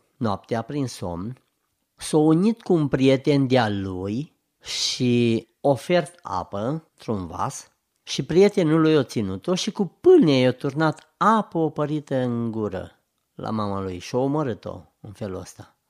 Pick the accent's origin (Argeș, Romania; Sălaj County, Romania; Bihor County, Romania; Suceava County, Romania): Bihor County, Romania; Forosig; Mama mea era în Forosig, unde m-am născut, iar eu eram în oraș, în Oradea.